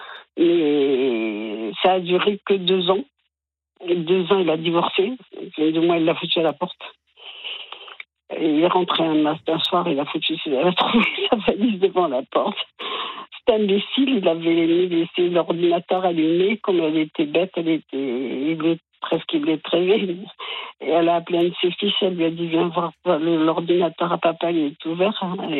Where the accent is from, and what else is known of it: Italy; now in France